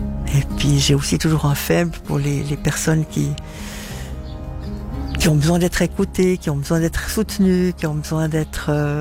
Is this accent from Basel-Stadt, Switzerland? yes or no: yes; Basel, Basel-Stadt, Switzerland; J'ai grandi à Bâle, mais j'étais beaucoup, beaucoup placée.